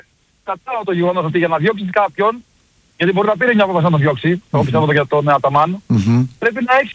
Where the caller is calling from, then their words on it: Peristeri, Attica, Greece; Εγώ είμαι από το Περιστέρι, Ολυμπιακός.